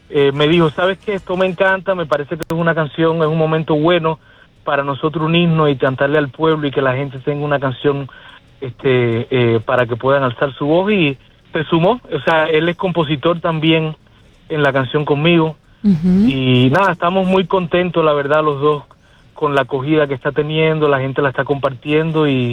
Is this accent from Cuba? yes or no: yes; Cuba; moved away; esas ganas que creo que al final todos los cubanos tenemos de estar con nuestra familia, de que la gente en Cuba finalmente ya... vive en libertad